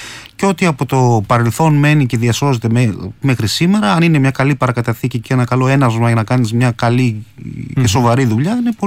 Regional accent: Tinos, South Aegean, Greece; born or raised there; also born or lived in Athens

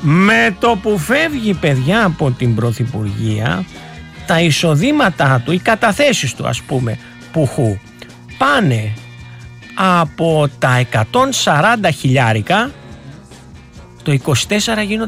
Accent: Greece; εμείς είμαστε Έλληνες.

